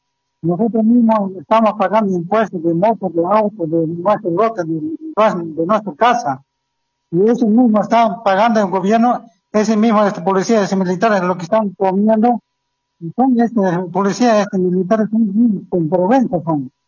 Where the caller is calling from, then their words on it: Montero, Santa Cruz, Bolivia; yo me llamo de aquí Montero, Juan Pablo II